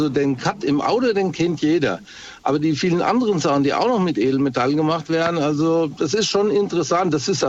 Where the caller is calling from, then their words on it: Steinau an der Straße, Hesse, Germany; Ich komme aus Steinau an der Straße im Ortsteil Seidenrot, ganz wichtig.